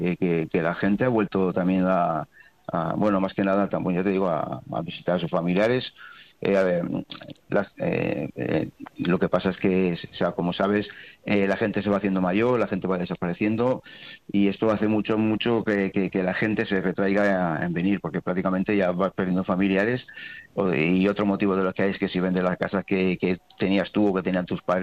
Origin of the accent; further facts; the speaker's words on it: Barcelona, Catalonia, Spain; born there; yo ya soy nacido en Barcelona